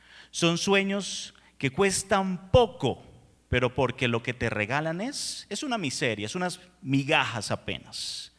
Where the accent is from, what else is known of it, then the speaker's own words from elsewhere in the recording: Venezuela; moved away as an adult; now in Colombia; yo soy venezolano, resumen para los que no me conocían, cuando llegué a Colombia hace 8 años, yo, ¿qué hago en este país? ¿Para qué llegué a este país? Yo no quiero estar aquí, yo quiero estar en mi país aún así de mal como está.